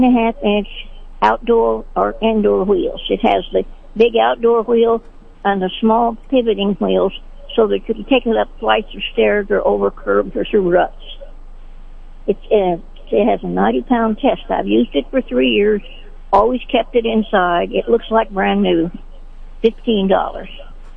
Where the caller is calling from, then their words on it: Sedalia, Missouri, United States; I'm calling from Sedalia.